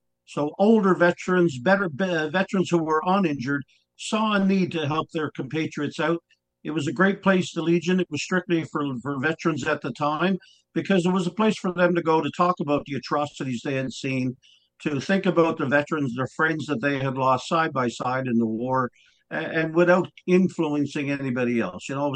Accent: Carpentier, Newfoundland and Labrador, Canada; In my hometown here in Carpentier, Newfoundland, you know, we have 200 members, but we're open to the public every day, Monday through Saturday.

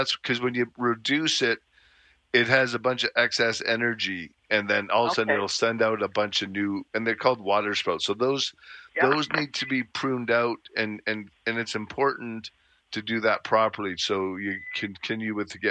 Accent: Calgary, Alberta, Canada; I grew up in Bowness

